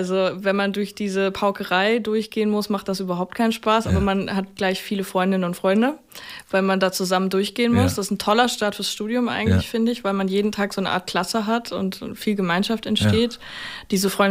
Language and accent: German; Wiesmoor, Lower Saxony, Germany; moved away; Also ich komme aus Hinrichsfehn. Hm. Das Fehn, das Heinrich Hinrichs vor 120 Jahren gegründet hat. Und genau, das gehört zur größeren Stadt Wiesmoor. Das ist in der Mitte von Ostfriesland.